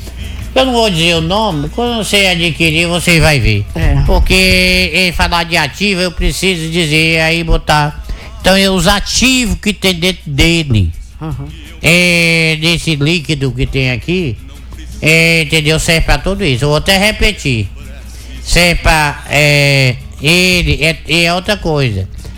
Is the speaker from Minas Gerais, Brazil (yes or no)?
no; Tanquinho, Ceará, Brazil; moved away; nasci no Tanquinho, no Ceará.